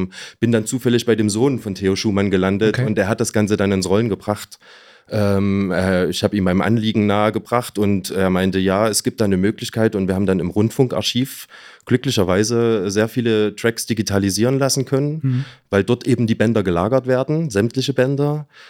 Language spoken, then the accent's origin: German; Leipzig, Saxony, Germany; wir kommen aus Leipzig